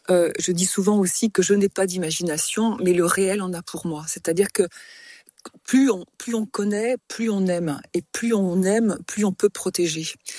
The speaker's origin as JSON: {"language": "French", "region": "Auvergne-Rhône-Alpes", "country": "France", "tie": "born there", "also_born_or_lived": "Brittany", "said": "J'ai vécu aussi en Bretagne quand j'étais enfant, entre la Bretagne et la Haute-Savoie, qui est mon pays natal."}